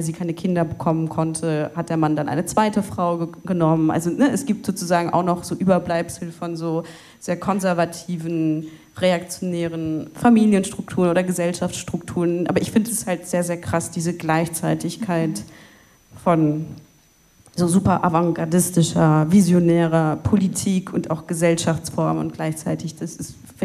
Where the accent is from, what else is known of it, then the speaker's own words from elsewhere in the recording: Cologne, North Rhine-Westphalia, Germany; wieder nach Köln verschoben und was ich gemerkt habe, war, erstens, ich will irgendwie dem Ort, wo ich aufgewachsen bin, also konkret dem Viertel Köln-Kalk, was zurückgeben.